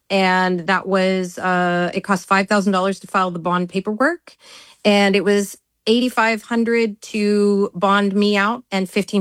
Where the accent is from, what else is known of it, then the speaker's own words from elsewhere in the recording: Canada; also born or lived in Australia / New Zealand; I didn't think along the lines of being Canadian, more that I had done my due diligence to have the paperwork in place that I needed in order to correctly navigate the immigration system. I've immigrated to Australia, New Zealand